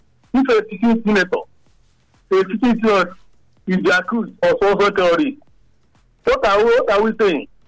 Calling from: Nigeria; I'm from Okede.

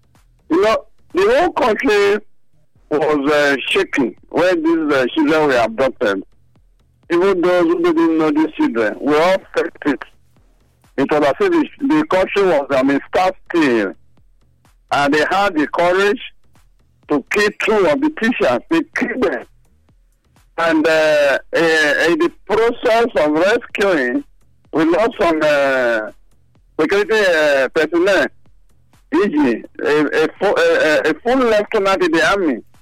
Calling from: Nigeria

